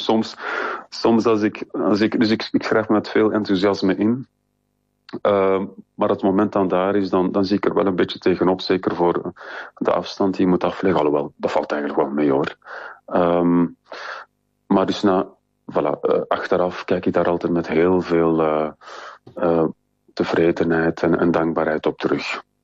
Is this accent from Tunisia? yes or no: no; Belgium; Dus ik weet van mezelf, ik als Belg, en dan was er ook nog een Spanjaard.